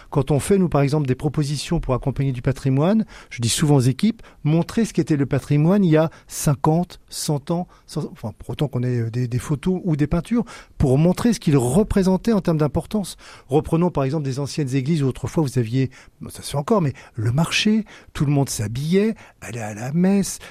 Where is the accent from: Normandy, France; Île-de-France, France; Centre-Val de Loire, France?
Normandy, France; Rouen; born there; moved away as an adult; je suis né à Rouen. Alors voilà, on ne peut pas me reprocher, on ne peut pas être... je suis local, hein, vraiment. Mais par contre, j'ai fait une grande partie de mes études et ma carrière professionnelle ailleurs qu'en Normandie.